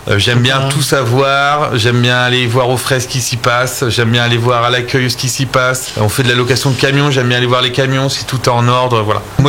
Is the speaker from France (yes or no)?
yes; Reims, Grand Est, France; Je suis natif de Reims.